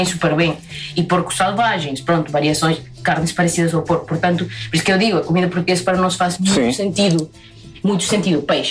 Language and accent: Portuguese; Pucallpa, Ucayali, Peru; Portuguese is a second language